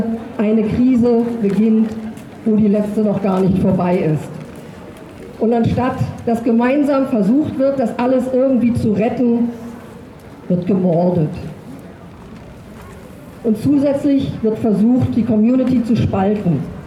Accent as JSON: {"language": "German", "region": "Berlin", "country": "Germany", "tie": "born there", "said": "ich bin geboren in Berlin."}